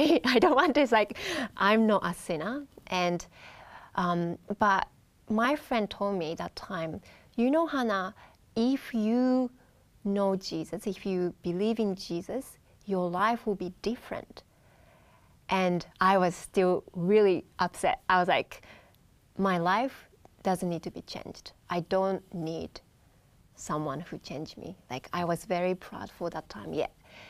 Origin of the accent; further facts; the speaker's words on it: Japan; English is a second language; moved away as an adult; also born or lived in Iceland; I grew up in Japan whole time not knowing. And Japan is a very mono culture. We don't have a lot of people from outside.